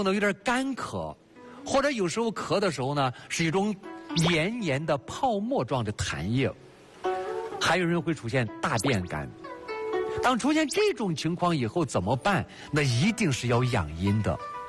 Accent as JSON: {"language": "Chinese", "country": "China", "said": "比如说女同志生完孩子以后，我们中国人都知道说不能见凉的"}